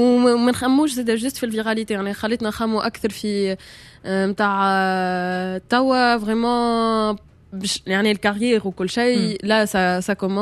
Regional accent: Tunisia; مثلا انا كتونسيه حتى كنغني بلهجات ولا فصحى

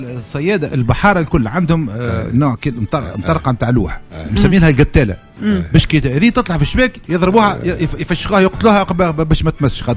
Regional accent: Tunisia; الحريقه اللي عندنا في تونس

